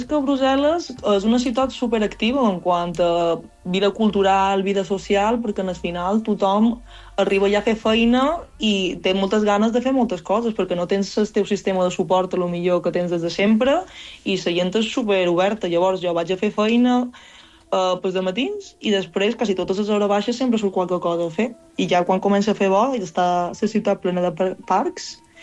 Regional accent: Palma, Balearic Islands, Spain; Jo sóc de Palma, de Rafal.

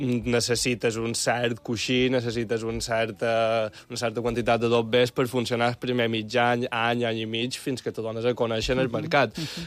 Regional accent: Balearic Islands, Spain

